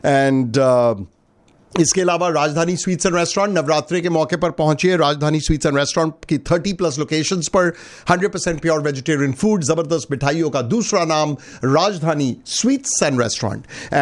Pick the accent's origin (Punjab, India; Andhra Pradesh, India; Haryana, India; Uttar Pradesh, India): Punjab, India; और मैं खुद पंजाबी हूँ, so proud to be Punjabi, and पंजाबियत को आज सेलिब्रेट करेंगे।